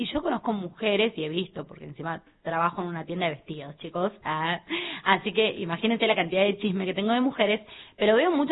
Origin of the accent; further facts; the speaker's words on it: Buenos Aires, Argentina; born there; now in San Rafael, Argentina; yo nací en Buenos Aires, vivo hace 13 años en San Rafael, ya me siento más San Rafaelina que porteña